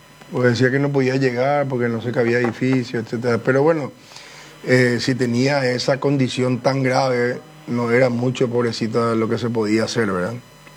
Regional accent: Paraguay

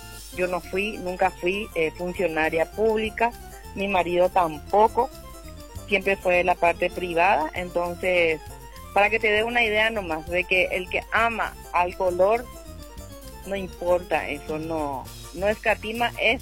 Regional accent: Asunción, Paraguay; moved away; Yo crecí, yo provengo de la ciudad de Asunción, ¿verdad? Mis padres son de Asunción. Entonces mi papá era un colorado pero caudillo en el barrio Stroessner. Nosotros vivíamos en Asunción, en el barrio Presidente Stroessner. Hoy en día barrio 3 de noviembre.

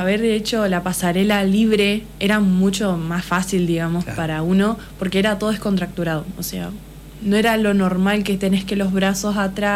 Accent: Valle María, Entre Ríos, Argentina; Yo soy de Valle María.

